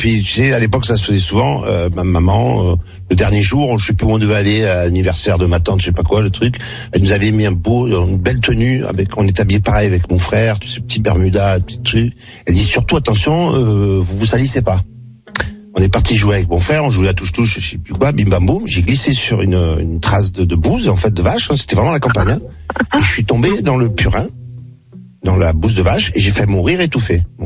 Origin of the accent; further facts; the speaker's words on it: Marseille, Provence-Alpes-Côte d'Azur, France; J'ai grandi à Marseille, hein, je peux le faire préciser. Mm-hmm.